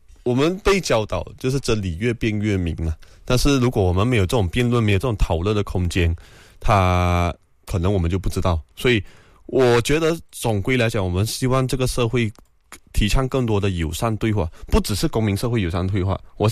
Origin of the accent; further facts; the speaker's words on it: Malaysia; 作为马来西亚人